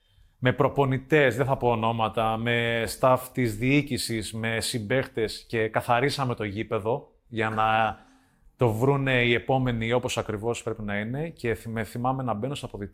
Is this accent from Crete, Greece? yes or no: yes; Rethymno, Crete, Greece; από μικρός όταν ξεκίνησα, ήξερα ότι κάποια στιγμή θέλω να επιστρέψω στο Ρέθυμνο και να προσφέρω στον τόπο μου, προπονητικά.